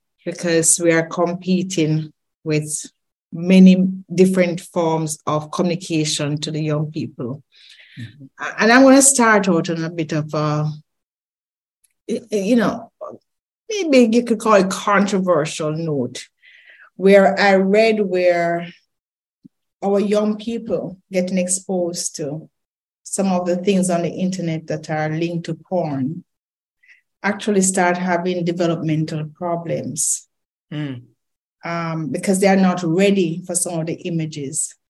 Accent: Saint Mary, Jamaica; also born or lived in Highgate, Jamaica / Kingston, Jamaica; I grew up in the country. My first 10 years is in a small district called Dressiki in St. Mary. And then I passed what was then the common entrance to go to Marymount in Highgate, which was like a town compared to my little village.

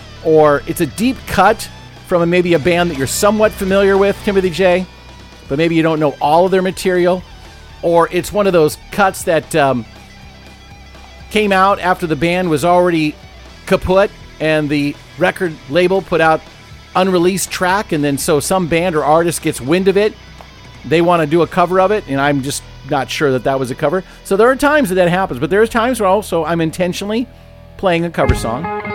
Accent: Midwest, United States; I grew up in the Midwest.

